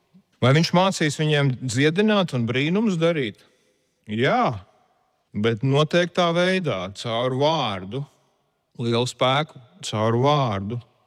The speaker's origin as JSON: {"language": "Latvian", "region": "Riga", "country": "Latvia", "tie": "born or raised there", "said": "Mēs viestura uzaugām Rīgā blakus Biķernieku trasei, kur vienmēr bija šīs auto sasensības, kuras mēs gājām skatīties šie rēkoņi."}